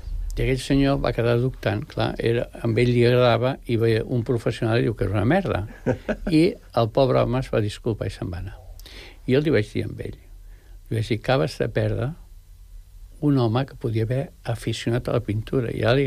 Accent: El Masnou, Catalonia, Spain; Hi ha un pintor del Masnou, que és el meu poble

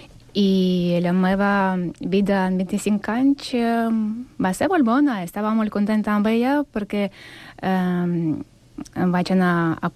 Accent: Simferopol, Crimea, Ukraine; Catalan is a second language; moved away as an adult; also born or lived in near Kerch, Crimea; now in Catalonia, Spain; recordo la meva infància a Simferopol, a la ciutat.

